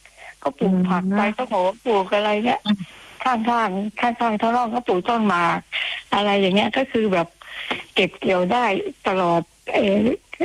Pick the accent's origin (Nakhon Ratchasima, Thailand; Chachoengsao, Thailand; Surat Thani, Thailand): Chachoengsao, Thailand; accent: Paet Riu; สวัสดีค่ะสำเนียงแปดริ้วค่ะ